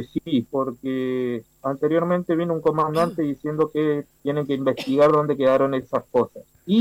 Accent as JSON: {"language": "Spanish", "country": "Argentina", "moved": "as an adult", "lives_now": "Ukraine", "said": "Soy argentino, hace 2 meses que llegué acá a Ucrania."}